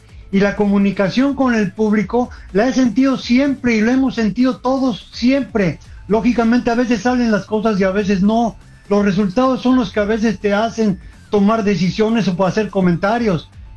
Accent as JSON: {"language": "Spanish", "country": "Mexico", "said": "Yo creo que todos estamos felices. Primero, porque somos mexicanos."}